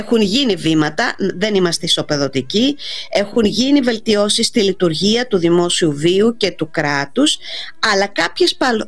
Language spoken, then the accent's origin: Greek; Greece; προσωπικά ως Ελληνίδα και ως μέλος αυτής της κοινωνίας